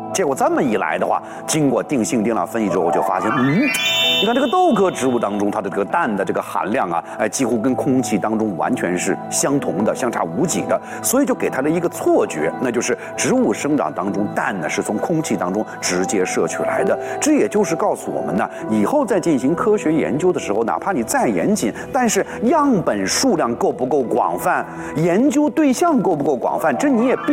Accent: China; 我们中国人的祖先

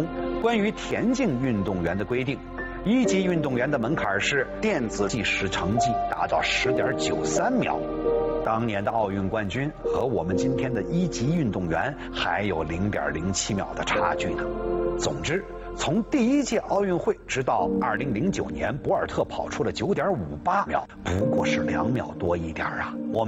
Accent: China

